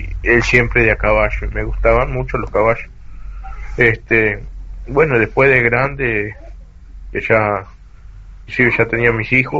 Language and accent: Spanish; Juan Jackson, Soriano, Uruguay; yo me crié en un pueblito cerca de Cardona acá, Juan Jackson, a unos 15 kilómetros entre Ismael Cortín y Cardona.